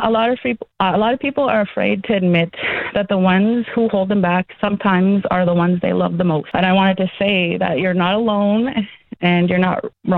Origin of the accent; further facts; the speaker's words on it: Frog Lake, Alberta, Canada; So how you say Frog Lake in Cree, how we say it out there, is Aiksegegan. I grew up in Frog Lake.